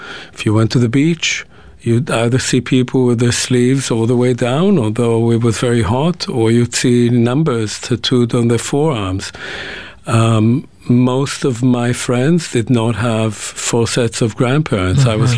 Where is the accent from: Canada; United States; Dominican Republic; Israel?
Israel; English is a second language; growing up in Israel and the I was born in the mid-50s, in the late 50s, early 60s. We didn't really think of Zionism. We didn't actually think of being Jewish. We were Israeli.